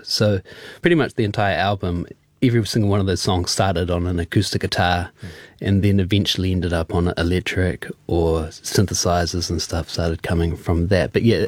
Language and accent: English; Wellington, New Zealand; growing up in Wellington during that time when like … was slanging off all those CDs, and it was an amazing time to be in Wellington